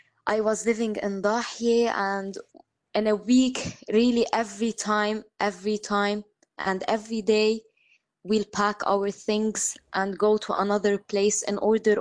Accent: Marjayoun, Nabatieh Governorate, Lebanon; moved away as an adult; now in Beirut, Lebanon; I'm from the Bin Marjayoun, a small village in South Lebanon.

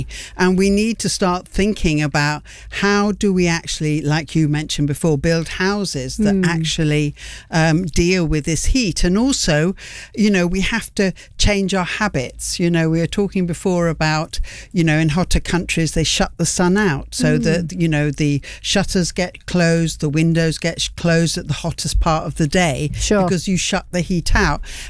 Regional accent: Italy; moved away; As a child growing up in Italy, you know, you never sat in the sun without a hat.

